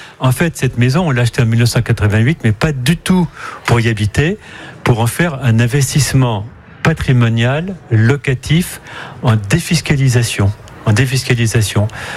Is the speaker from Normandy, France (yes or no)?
no; Le Mans, Pays de la Loire, France; now in Paris, France; moi je suis originaire du Mans, mais on est parisien